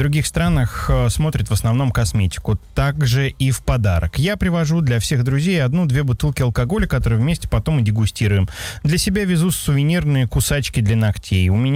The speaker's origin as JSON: {"language": "Russian", "country": "Sri Lanka", "lives_now": "Russia", "said": "Я из Шри-Ланки и каждый раз везу аюрведические препараты, мази, масла из фруктов, манго, ананасы и маракуйю."}